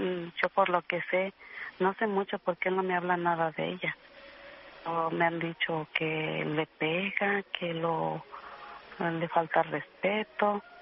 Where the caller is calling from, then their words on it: Austin, Texas, United States; Soy de aquí de Austin, Texas.